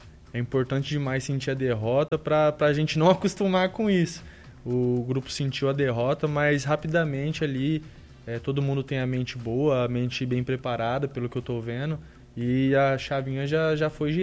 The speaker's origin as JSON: {"language": "Portuguese", "town": "Itanabi", "region": "São Paulo", "country": "Brazil", "said": "Eu sou de Itanabi, São Paulo."}